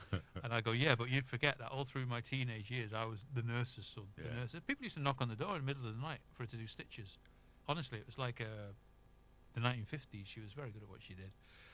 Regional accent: Rufford, North West England, United Kingdom; I was born in Rufford, just the other side of Ormskirk, and my family go back in that village, believe it or not, to 1327, way back.

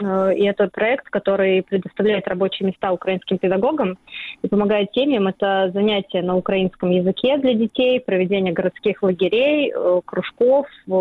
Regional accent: Russia; Я как бы не скрывала, что я из России, но я об этом и не рассказывала на каждом углу.

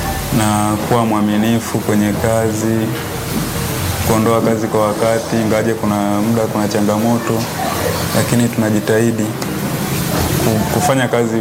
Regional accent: Mwanza, Tanzania; also born or lived in Mara Region; Ni mzaliwa wa mkoa wa Mara. Lakini ni mwenyeji wa Mwanza. Nimekulia hapa Mwanza.

